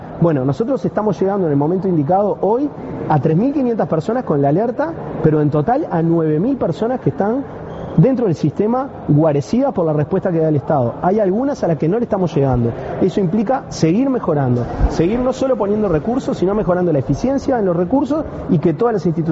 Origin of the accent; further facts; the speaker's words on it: Uruguay; no está buscando el resultado que todos queremos como uruguayos